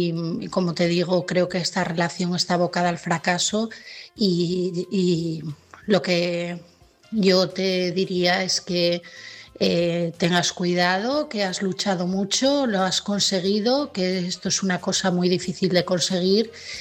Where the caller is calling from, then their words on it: Asturias, Spain; de Asturias y mi mensaje esta noche es para Leticia.